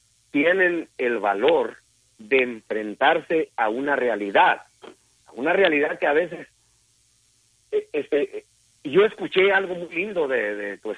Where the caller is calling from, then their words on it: Colotlán, Jalisco, Mexico; Yo soy de Jalisco y soy de donde mero hacen esto, que viene siendo Colotlán, Jalisco.